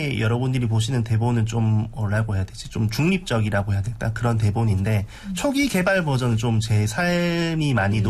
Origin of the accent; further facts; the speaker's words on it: South Korea; 전공자도 아니고 연극도 전공 안 했고 극작도 전공 안 하고 지방 출신이다 보니까 인맥이라는 게 사실 아무도 없잖아요.